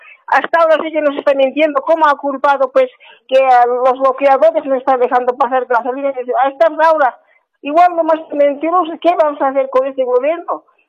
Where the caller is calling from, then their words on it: La Paz, Bolivia; Estoy llamando de Ciudad de La Paz, de La Ollada.